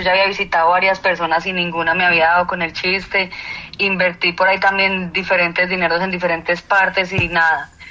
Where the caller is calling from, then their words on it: Madrid, Cundinamarca, Colombia; yo soy docente, lo estoy llamando de por acá de Madrid, Cundinamarca, lo visité en Bogotá.